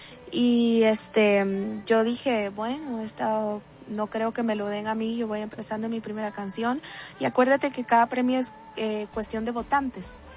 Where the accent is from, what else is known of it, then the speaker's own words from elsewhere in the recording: El Salvador; soy salvadoreña y tengo 19 años de edad.